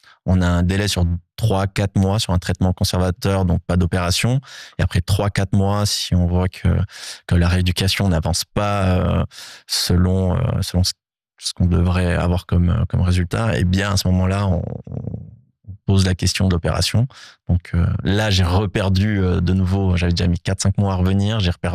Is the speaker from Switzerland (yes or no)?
yes; Switzerland; Oui, et puis je suis suisse. Là, j'avais la famille entre Genève.